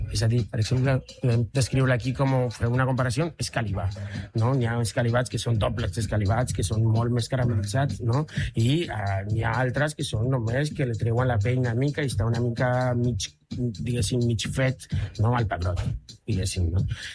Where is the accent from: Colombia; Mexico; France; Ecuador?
Mexico; Sinaloa; Catalan is a second language; moved away as an adult; now in Catalonia, Spain; és molt del meu poble, d'aquesta regió de Mèxic, que és el nord-oest de Mèxic.